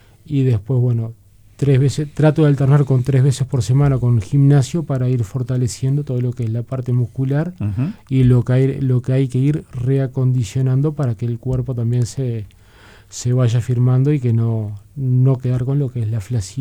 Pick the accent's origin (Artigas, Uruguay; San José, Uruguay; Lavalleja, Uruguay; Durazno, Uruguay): Lavalleja, Uruguay; Minas; Yo vengo del interior, yo soy de Minas, me vine a hacer facultad a Montevideo.